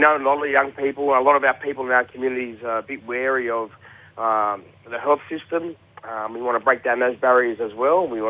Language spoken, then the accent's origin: English; Sydney, New South Wales, Australia; I'm born and bred on Gadigal country, Bidjigal country here in Sydney, and this is where I live.